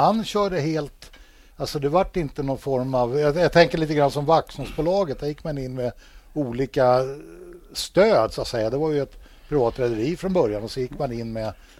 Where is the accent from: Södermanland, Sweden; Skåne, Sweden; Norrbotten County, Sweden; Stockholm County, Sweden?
Stockholm County, Sweden; Ingmarsö; Jag är ju från Ingmarsö då, men bodde ju inackorderad på just och så vidare